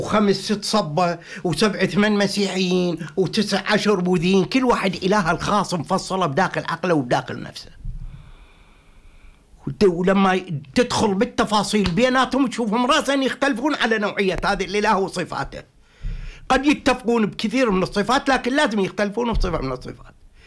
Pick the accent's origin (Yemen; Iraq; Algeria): Iraq; لما أنا لما أقول أنا عراقي صابئي تختلف عن أنا صابئي عراقي، تختلف كل شهواي. من أبدي صابئيتي على عراقيتي انتهى بالنسبة إلي العراق